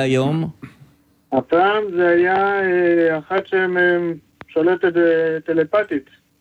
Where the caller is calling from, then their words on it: Hadera, Haifa District, Israel; אני מחדרה.